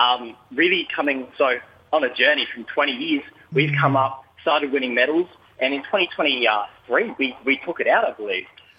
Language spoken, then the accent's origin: English; Brisbane, Queensland, Australia; I'm a proud Bunjong Dibungi man, got a mob down in Grafton Ways, northern New South Wales, but born and raised in Brizzy